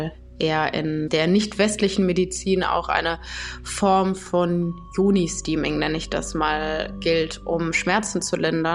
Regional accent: North Rhine-Westphalia, Germany; now in Düsseldorf, Germany; ich komme hier aus dem Ruhrgebiet, bin nach Düsseldorf gezogen.

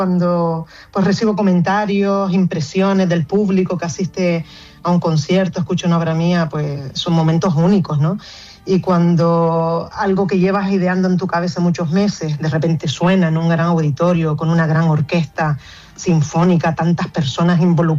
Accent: Canary Islands, Spain

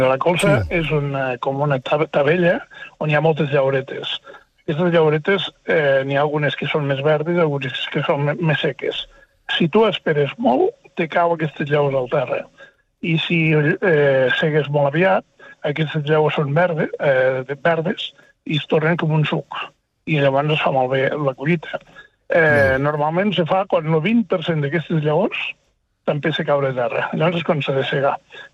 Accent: Catalonia, Spain; jo soc de l'Illa, el Pla d'Urgell

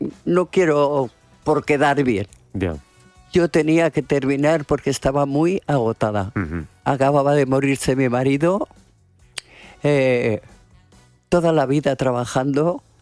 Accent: Aragon, Spain; siendo la maña de siempre

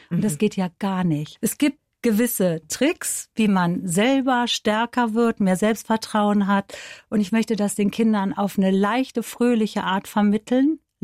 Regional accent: Bonn, North Rhine-Westphalia, Germany; ich komme ja aus Bonn, ne?

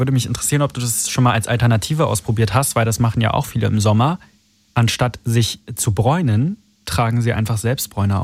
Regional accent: Berlin, Germany; ich komme ja aus Berlin, ich kenne das nur in Berlin.

